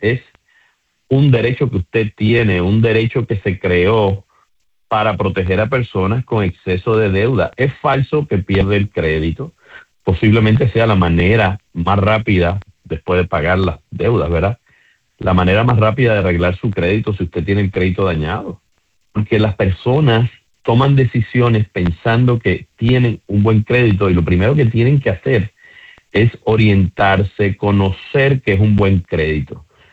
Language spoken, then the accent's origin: Spanish; Puerto Rico; somos puertorriqueños y el ay bendito lo tenemos todavía en nuestra sangre